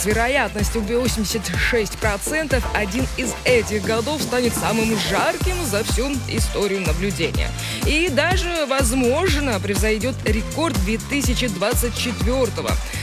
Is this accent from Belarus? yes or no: yes; Belarus; И мы, белорусы, увидим лето не только на календаре.